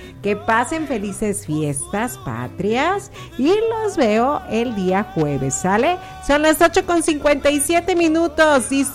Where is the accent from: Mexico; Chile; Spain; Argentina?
Mexico; Que somos mexicanos, hombre.